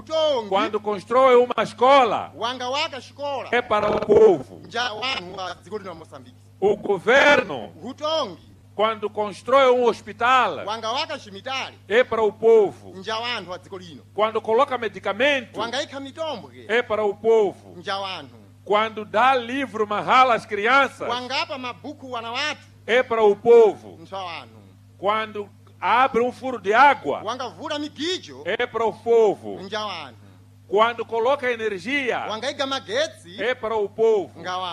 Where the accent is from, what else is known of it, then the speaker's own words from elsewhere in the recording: Mozambique; Nós, como moçambicanos, somos irmãos, unidos do Ruvuma ao Maputo, somos mais fortes.